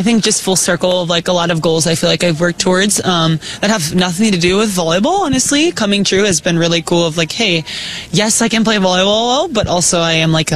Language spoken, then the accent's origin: English; Texas, United States; I mean, you have Texas fans there. I'm from Texas. I know what that looks like.